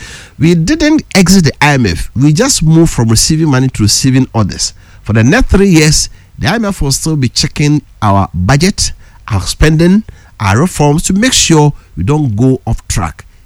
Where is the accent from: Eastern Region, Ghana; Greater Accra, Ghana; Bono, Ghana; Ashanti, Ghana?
Bono, Ghana; Bantama; I'm okay from Bantama in the Sunny West District.